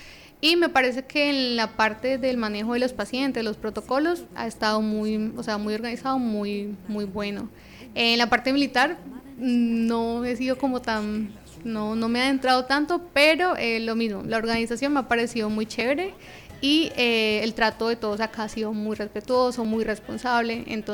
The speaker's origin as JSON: {"language": "Spanish", "region": "Bogotá", "country": "Colombia"}